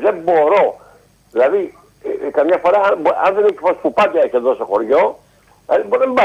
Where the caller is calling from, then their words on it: Agioi Theodoroi, Greece; από Αγίου Θεοδόρης.